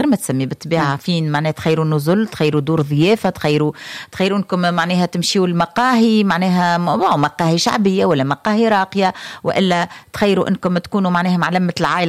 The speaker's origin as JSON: {"language": "Arabic", "town": "Sfax", "region": "Sfax Governorate", "country": "Tunisia", "tie": "born there", "said": "أنا مولودة في صفاقس ونعرف صفاقسية نعرف عندي برشا صحابي من صفاقس"}